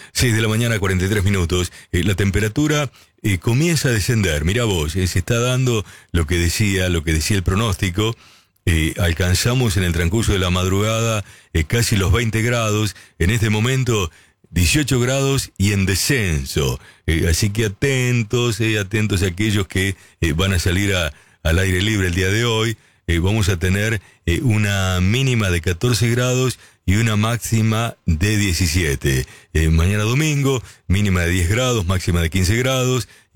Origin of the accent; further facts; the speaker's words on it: Argentina; yo te cuento cómo van las cosas en mi República Argentina.